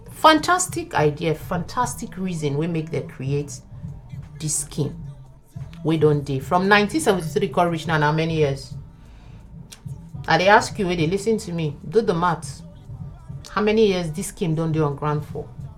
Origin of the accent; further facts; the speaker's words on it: Delta, Nigeria; I'm from Delta State, from South.